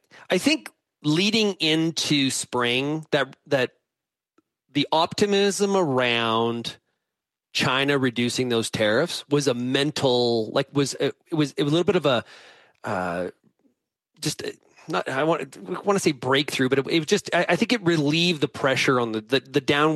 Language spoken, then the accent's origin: English; Canadian Prairies, Canada; growing up in the Palliser Triangle, where that's just kind of how it is.